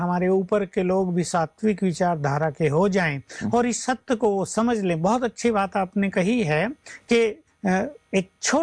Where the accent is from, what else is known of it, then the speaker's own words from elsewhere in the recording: Uttar Pradesh, India; हम तो यूपी से हैं, वहां की लठमार भाषा और इनकी मधुर भाषा में कितना अंतर है।